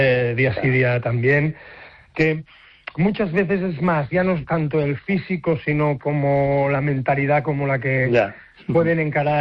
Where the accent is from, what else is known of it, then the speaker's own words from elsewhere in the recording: Badalona, Catalonia, Spain; Bueno, yo soy de Badalona